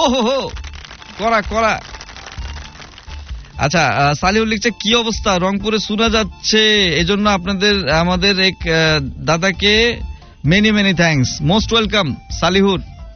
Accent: Dhaka, Dhaka Division, Bangladesh; accent: Dhaka dialect; আমি পারি আমার ঢাকার ভাষাটা, বাকিগুলো আমি খুব একটা পারি না

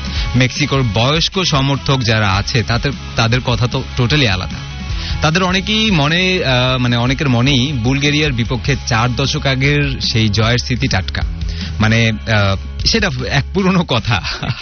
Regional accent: Bangladesh; আমরা বাংলাদেশি যারা আছি বা এই বাঙালি মানে আমরা জাতীয়তা ভেদে বাঙালি যারা আছি

